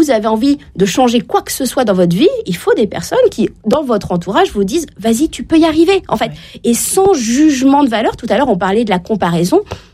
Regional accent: Normandy, France; Moi, je viens de la Normandie.

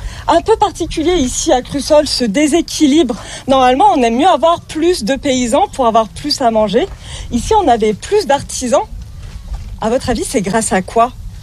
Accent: Guilherand-Granges, Auvergne-Rhône-Alpes, France; born there; Ouais, je suis née à Guillaume-en-Grange.

